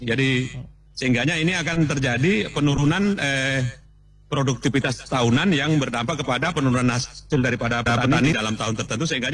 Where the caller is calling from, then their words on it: Gorontalo, Indonesia; Di daerah saya, di daerah Bolihuto